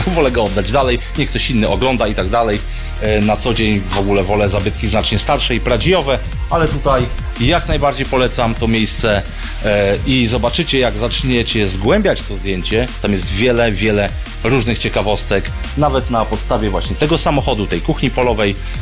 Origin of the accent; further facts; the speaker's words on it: Ostróda, Warmian-Masurian Voivodeship, Poland; pochodzę z Ostródy.